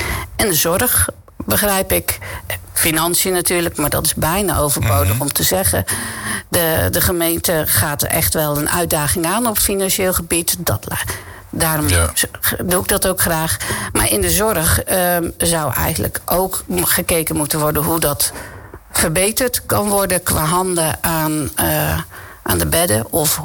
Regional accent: Dordrecht, South Holland, Netherlands; Ik ben geboren en getogen in Dordrecht. Maar ja, dat kan je bijna niet loszien van Papendrecht.

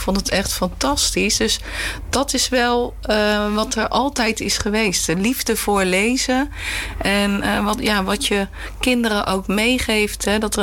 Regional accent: Fijnaart, North Brabant, Netherlands; ik kom uit Feyenaard, Noord-Brabant.

